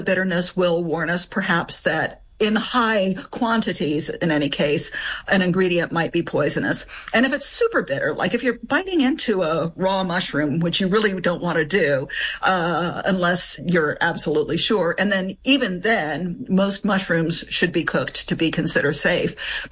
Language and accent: English; Appalachia, United States; moved away as an adult; also born or lived in France; although I was born and raised here in Appalachia, I spent 20 years in France.